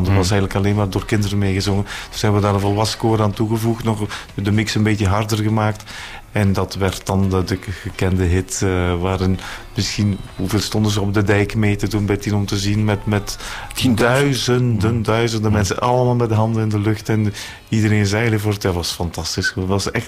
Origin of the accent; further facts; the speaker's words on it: Flanders, Belgium; we zijn Vlamingen